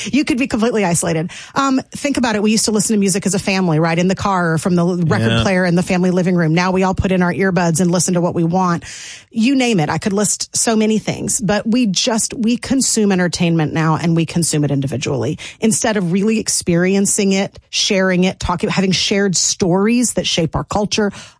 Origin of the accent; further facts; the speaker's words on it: Franklin, Tennessee, United States; I'm from Franklin.